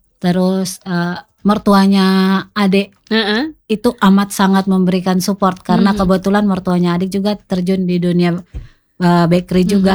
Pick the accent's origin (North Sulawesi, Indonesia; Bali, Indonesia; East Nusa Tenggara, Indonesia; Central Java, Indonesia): East Nusa Tenggara, Indonesia; Maumere; moved away as an adult; also born or lived in Jakarta; now in Kupang, Indonesia; Saya dari Maumere, hanya dari lahir besar di Maumere, terus lanjut kuliah kerja di Jakarta, nikah karena suami dapat tugas di sini, akhirnya pindah ke sini.